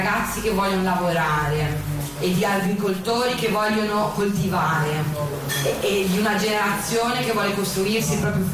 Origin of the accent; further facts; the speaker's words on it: Palestine; ma non vengo dalla Palestina per raccontarvi la nostra sofferenza. Io vengo dalla Palestina a raccontarvi la nostra speranza.